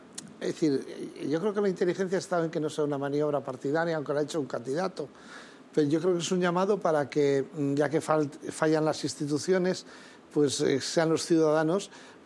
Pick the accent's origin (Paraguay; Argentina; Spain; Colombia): Spain; San Sebastián, Basque Country; now in Lima, Peru; San Sebastián, vasco.